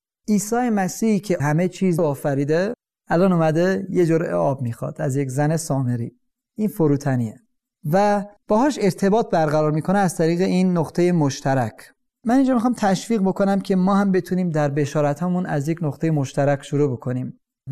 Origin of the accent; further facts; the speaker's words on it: Iran; منم ایرانی هستم